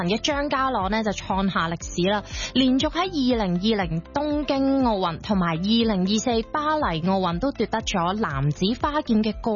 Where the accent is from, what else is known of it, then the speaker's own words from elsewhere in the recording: Hong Kong; 我哋香港嘅剑手